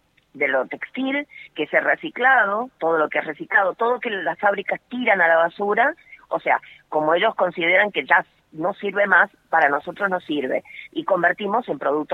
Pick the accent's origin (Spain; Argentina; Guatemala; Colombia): Argentina; San Juan; Bueno, mi provincia es San Juan.